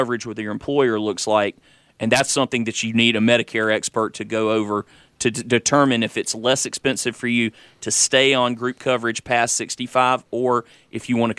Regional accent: Conway, South Carolina, United States; I'm from Conway, live in Conway.

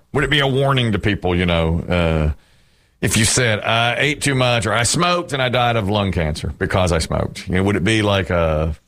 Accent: Asheboro, North Carolina, United States; I'm from Asheboro.

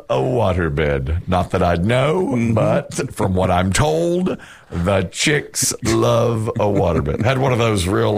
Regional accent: Ashburn, North Carolina, United States; I'm from Ashburn, North Carolina. I didn't know anything.

